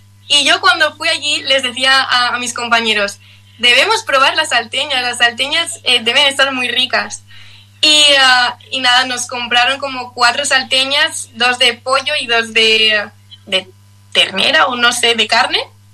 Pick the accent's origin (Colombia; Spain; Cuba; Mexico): Spain; Valencia, Valencian Community; Yo soy de Valencia.